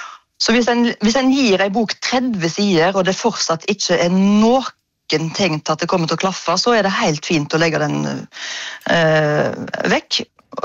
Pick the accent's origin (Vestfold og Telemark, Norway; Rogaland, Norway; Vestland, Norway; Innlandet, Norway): Vestland, Norway; Ølen; så hver sommer så pakket foreldrene mine i bilen, og så kjørte vi til Mosjøen fra Ølen, der jeg vokste opp